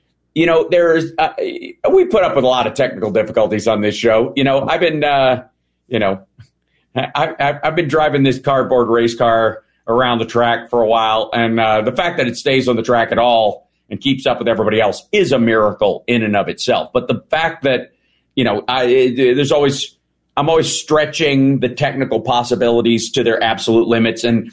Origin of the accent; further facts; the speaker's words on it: Kentucky, United States; I'm from Kentucky